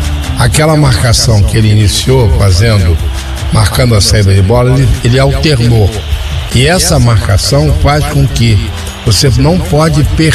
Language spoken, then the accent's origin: Portuguese; Brazil; Porque eu sou brasileiro, certo?